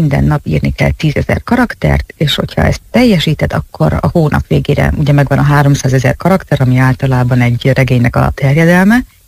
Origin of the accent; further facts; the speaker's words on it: Hungary; first language Hungarian; moved away as an adult; also born or lived in Budapest; now in Italy; magyar az anyanyelvem, tehát én magyarul szeretek írni.